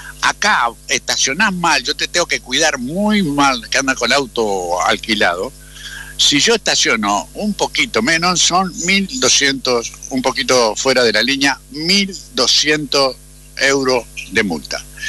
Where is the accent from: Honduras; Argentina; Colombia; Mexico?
Argentina; es a causa de cómo somos los argentinos